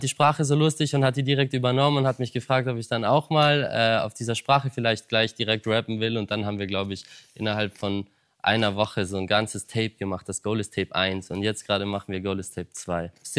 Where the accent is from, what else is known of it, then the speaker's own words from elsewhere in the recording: Hard, Vorarlberg, Austria; also born or lived in Lustenau; now in Berlin, Germany; Ich komme aus Hard und aus Lustenau. Und wir sind gemeinsam nach Berlin gezogen vor 5 Jahren